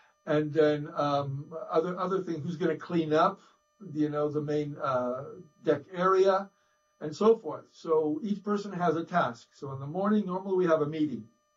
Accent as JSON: {"language": "English", "region": "West Coast", "country": "United States", "tie": "born or raised there", "said": "Yeah, well, I was raised on the West Coast, and I worked on fishing boats on the high seas."}